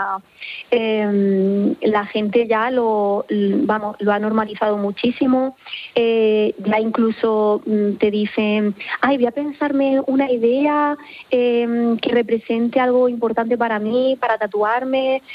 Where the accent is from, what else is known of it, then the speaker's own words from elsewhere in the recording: Almería, Andalusia, Spain; moved away; porque soy de Almería, aunque llevo muchísimos años aquí, y el mar siempre me ha llamado mucho.